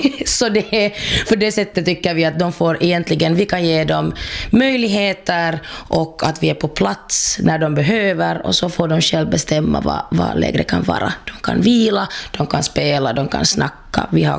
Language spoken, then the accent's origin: Swedish; Helsinki, Uusimaa, Finland; alltså jag är ju från Helsingfors, och då när jag var yngre så fanns det liksom inga referenser